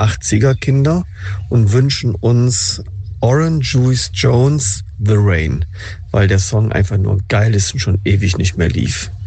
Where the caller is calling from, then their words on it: North Rhine-Westphalia, Germany; Wir kommen aus NRW